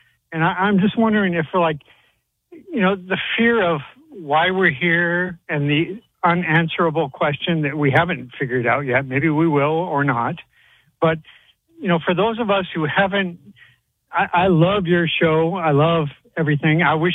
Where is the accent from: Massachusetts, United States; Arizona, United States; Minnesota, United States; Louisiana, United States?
Arizona, United States; Sedona; And well, I grew up in Sedona, Arizona.